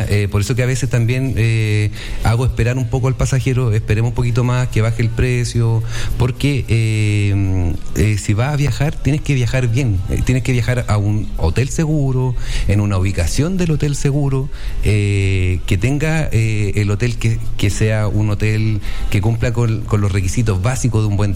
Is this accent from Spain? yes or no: no; Chile; pese a que somos chilenos y vamos a nuestra propia isla.